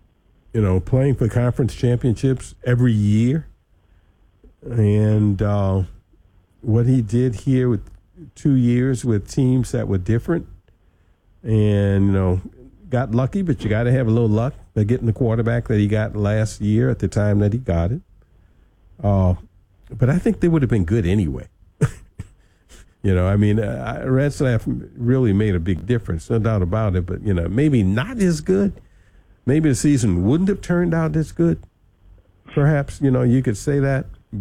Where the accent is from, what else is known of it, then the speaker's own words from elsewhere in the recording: Missouri, United States; I'm from Missouri.